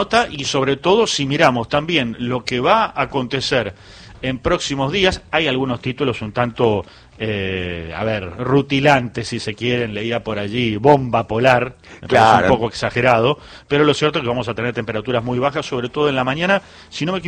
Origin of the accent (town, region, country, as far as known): Argentina